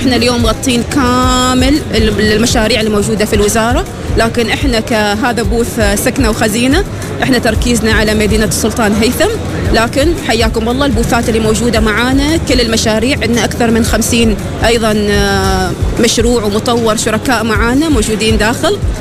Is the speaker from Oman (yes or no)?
yes; Oman; accent: Omani; إحنا كعمانيات